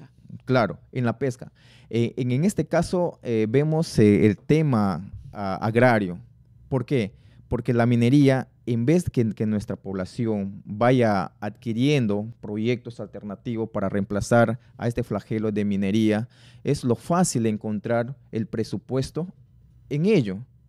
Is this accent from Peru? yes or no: yes; Peru; Nosotros también somos peruanos, no somos extranjeros.